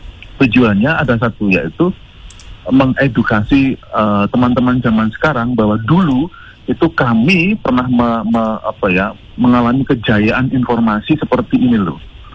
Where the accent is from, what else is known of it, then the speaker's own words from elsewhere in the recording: Yogyakarta, Special Region of Yogyakarta, Indonesia; karena saya dari Jogja ya